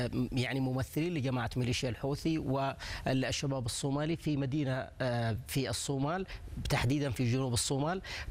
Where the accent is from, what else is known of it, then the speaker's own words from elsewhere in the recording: Yemen; عندنا في اليمن